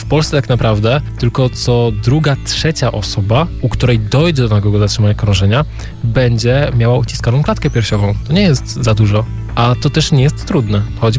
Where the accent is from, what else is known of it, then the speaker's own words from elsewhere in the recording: Poznań, Greater Poland Voivodeship, Poland; jako poznaniacy, jako mieszkańcy Poznania